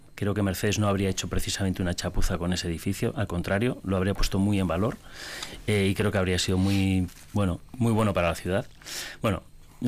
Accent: Vitoria-Gasteiz, Basque Country, Spain; todos los que somos de Vitoria

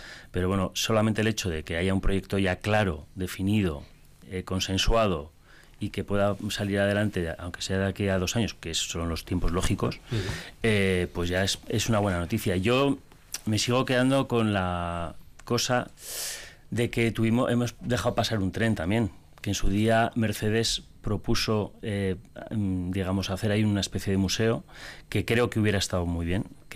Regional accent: Vitoria-Gasteiz, Basque Country, Spain; todos los que somos de Vitoria

